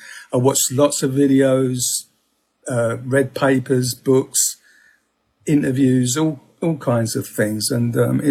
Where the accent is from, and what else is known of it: Peckham, London, United Kingdom; born or raised there; accent: Southeast London